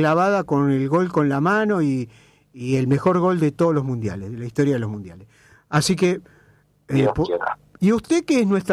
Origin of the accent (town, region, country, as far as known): Argentina